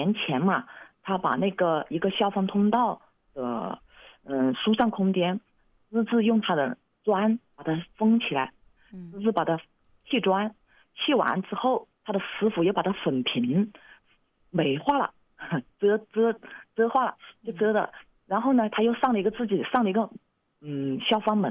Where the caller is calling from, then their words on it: Changsha, Hunan, China; 我这是望城区，高汤岭街道